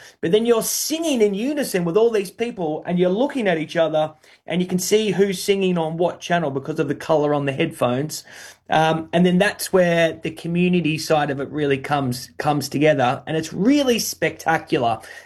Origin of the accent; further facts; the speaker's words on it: Australia; now in London, United Kingdom; So my business partner, you can hear from my voice that I am Australian. Hopefully you picked that up. My business partner is from London, and I personally have been based in London now for nearly 15 years.